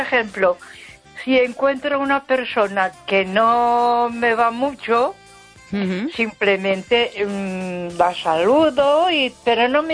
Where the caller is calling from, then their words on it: Ponferrada, Castile and León, Spain; de Ponferrada.